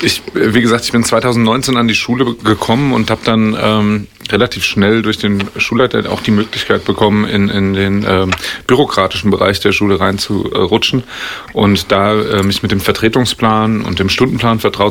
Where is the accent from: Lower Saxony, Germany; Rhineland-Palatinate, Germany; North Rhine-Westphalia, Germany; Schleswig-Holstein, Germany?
Rhineland-Palatinate, Germany; Mainz; Also als Kind auf dem Lerchenberg aufzuwachsen, das war schon ein bisschen besonders, weil der Lerchenberg ist ja irgendwie Ende der 60er Jahre, Anfang der 70er Jahre gegründet worden und dann sind alle dahin gezogen.